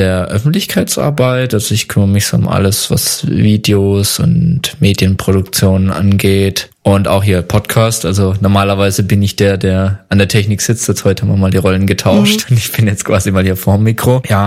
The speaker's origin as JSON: {"language": "German", "region": "Baden-Württemberg", "country": "Germany", "tie": "born or raised there", "said": "komm ursprünglich aus der Nähe von Pforzheim, da bin ich geboren und aufgewachsen"}